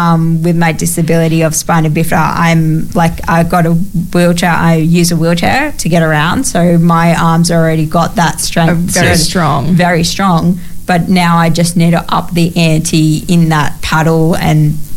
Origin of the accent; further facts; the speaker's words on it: Jervis Bay, New South Wales, Australia; growing up in Jervis Bay and that, the water has always been a part of my life and that sort of thing.